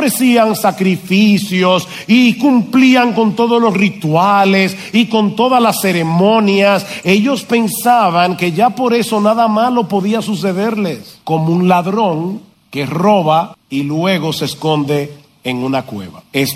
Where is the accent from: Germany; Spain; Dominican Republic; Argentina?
Dominican Republic; San Juan de la Maguana, San Juan; born there; Yo nací en San Juan de la Maguana.